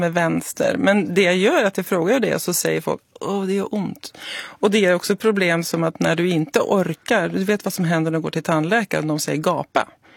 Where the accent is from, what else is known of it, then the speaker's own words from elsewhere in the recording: Norway; Swedish is a second language; now in Sweden; får ju inte bli arg i det här landet. Och jag bara, nej, det är skillnad på Norge och Sverige, för jag är norsk.